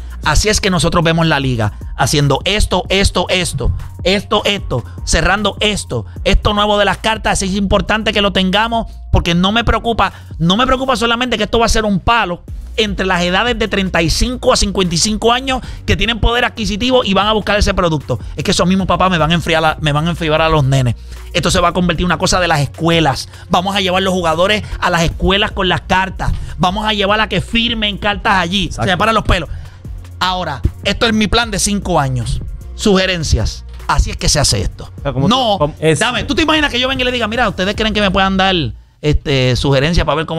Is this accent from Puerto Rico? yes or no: yes; Puerto Rico